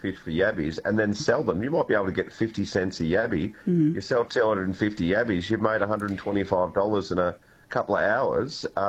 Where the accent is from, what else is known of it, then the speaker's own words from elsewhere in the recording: Euroa, Victoria, Australia; I grew up in Euroa, so I'm not far away from Shepparton